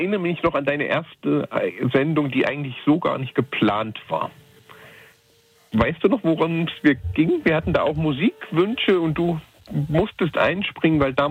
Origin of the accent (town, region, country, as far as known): Erfurt, Thuringia, Germany